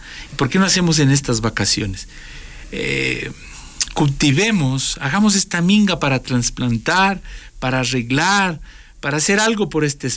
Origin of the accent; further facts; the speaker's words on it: Ecuador; Para nosotros la minga, como ecuatorianos